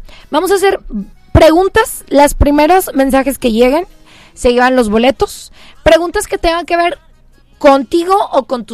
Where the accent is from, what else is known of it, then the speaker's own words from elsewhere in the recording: Mexico; celebrar que somos mexicanos